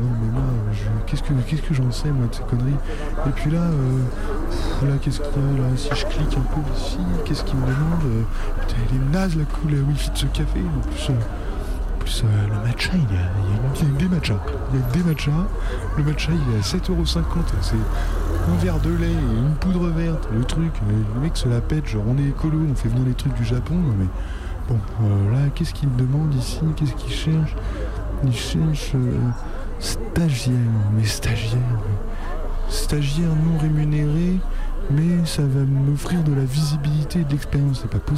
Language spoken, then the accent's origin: French; Clermont-Ferrand, Auvergne-Rhône-Alpes, France; je viens de Clermont-Ferrand, clairement pas de taf.